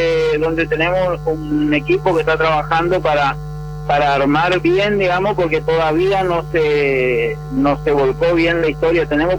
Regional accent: Colonia Libertad, Corrientes, Argentina; Sí, yo soy oriundo acá de Colonia Libertad, soy nacido y criado en Colonia Libertad, o sea, nunca emigré, gracias a Dios.

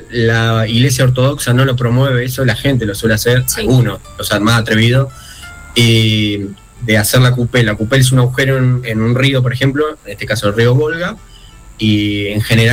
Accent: Argentina; moved away; soy argentino

